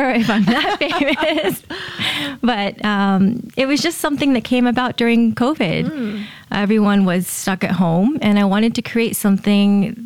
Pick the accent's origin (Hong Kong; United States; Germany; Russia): Hong Kong; also born or lived in Paris, France; I am Japanese, but I was raised in Hong Kong, worked in Paris, married to a Singaporean.